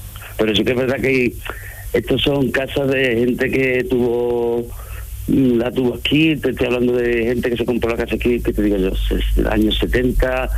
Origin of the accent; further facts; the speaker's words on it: Andalusia, Spain; also born or lived in Seville; llevábamos pocos meses aquí viviendo los fines de semana y nos dimos cuenta que la vida realmente estaba aquí. Que ni mi mujer ni yo somos de Sevilla y que somos los dos de aquí de la provincia de Huelva. Y queríamos estar aquí y de hecho, pues bueno, ya en julio del año pasado nos mudamos aquí definitivamente